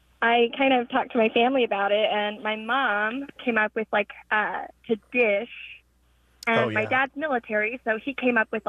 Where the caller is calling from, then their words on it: Denton, Texas, United States; I'm calling from Denton, Texas.